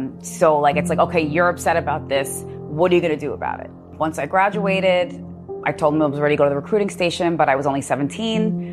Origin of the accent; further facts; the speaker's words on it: Staten Island, New York, United States; I grew up in Staten Island, so our school was right on the water.